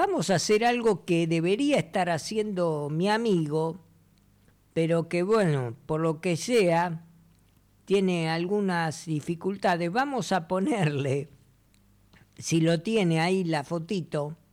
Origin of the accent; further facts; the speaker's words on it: Buenos Aires, Argentina; Bueno, es el barrio de él, pero era mi barrio natal.